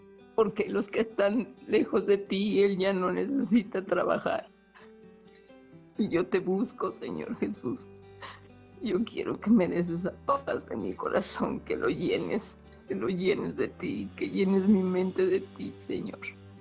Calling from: Guadalajara, Jalisco, Mexico; de aquí de Guadalajara.

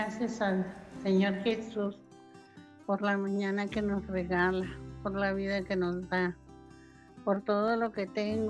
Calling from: Ciudad Constitución, Baja California Sur, Mexico; De acá de Baja California Sur, Ciudad Constitución.

